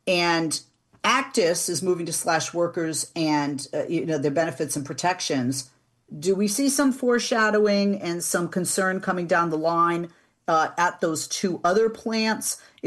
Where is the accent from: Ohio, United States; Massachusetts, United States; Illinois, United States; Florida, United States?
Massachusetts, United States; Boston; And I lived there in the summer. But I got to tell you, and I'm from Boston